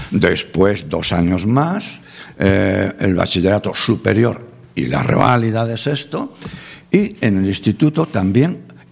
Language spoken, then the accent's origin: Spanish; Ciudad Real, Castilla-La Mancha, Spain; also born or lived in Pozuelo de Calatrava; Nací en Pozuelo de Calatrava, pero ya vivían mis padres en la capital, en Ciudad Real capital. Entonces, mi primera infancia, los cuatro, cinco, seis años, fue una infancia feliz